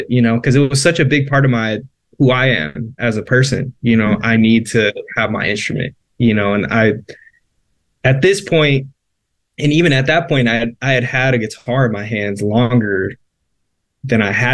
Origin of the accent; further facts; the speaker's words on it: Milwaukee, Wisconsin, United States; growing up in Milwaukee. You know, it's hard in Milwaukee. It's not easy.